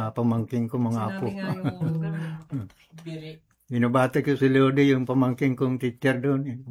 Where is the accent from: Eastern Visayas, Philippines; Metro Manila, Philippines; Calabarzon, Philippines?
Eastern Visayas, Philippines; Pambujan; moved away; doon sa amin sa Pambuhan.